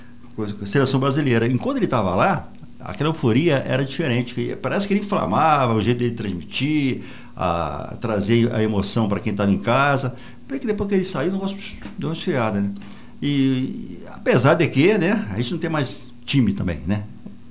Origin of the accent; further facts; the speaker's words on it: Brazil; Eu gosto do Brasil, sou brasileiro, mas a gente está mal acostumado.